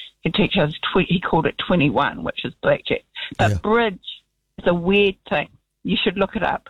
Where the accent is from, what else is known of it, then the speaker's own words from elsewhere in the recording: Invercargill, Southland, New Zealand; born there; born down in Invercargill Hospital where it's now a McDonald's, you know, I was born in Invercargill.